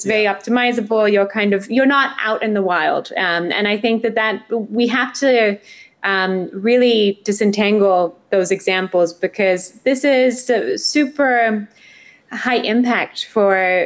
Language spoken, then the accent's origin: English; Mozambique; moved away; When I was growing up, I grew up in Africa, actually, in Mozambique.